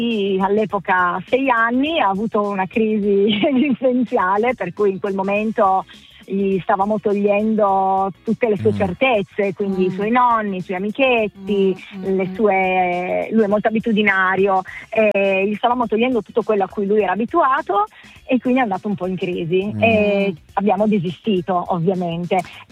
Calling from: Avigliana, Piedmont, Italy; Sono da Vigliana, provincia di Torino

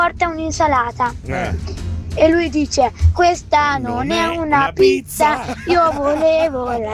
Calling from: Lucrezia, Marche, Italy; vengo da Lucrezia, 9 anni.

